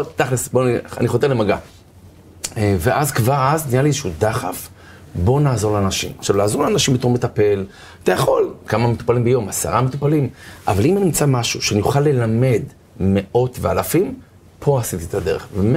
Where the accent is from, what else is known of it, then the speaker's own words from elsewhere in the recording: Herzliya, Tel Aviv District, Israel; גם אני גדלתי בהרצליה.